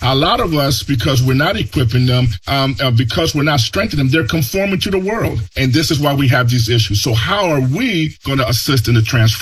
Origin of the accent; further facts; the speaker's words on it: Chicago, Illinois, United States; English is a second language; I grew up in the projects of Chicago